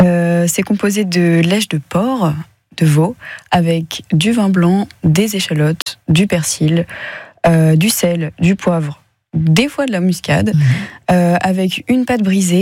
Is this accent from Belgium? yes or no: no; Nomeny, Grand Est, France; C'est là où j'ai grandi. C'est là où j'habite maintenant.